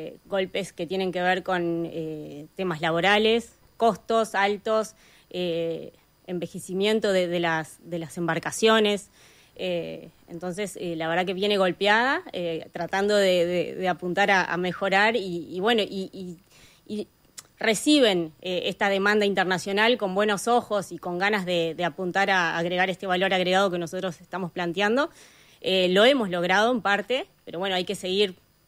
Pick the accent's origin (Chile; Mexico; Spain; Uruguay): Uruguay; Paysandú; moved away as an adult; now in Montevideo, Uruguay; yo soy de Paysandú.